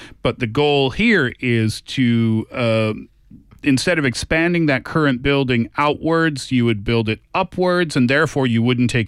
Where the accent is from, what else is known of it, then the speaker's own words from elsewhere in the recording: Canada; I'm Canadian.